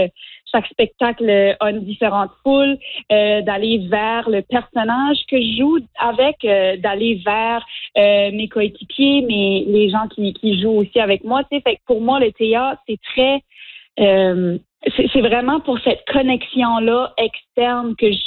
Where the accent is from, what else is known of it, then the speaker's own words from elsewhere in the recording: Nova Scotia, Canada; j'ai grandi à Sitka en Nouvelle-Écosse, hein. Ça fait nous autres, tu sais, le français, la francophonie a été beaucoup, beaucoup assimilée.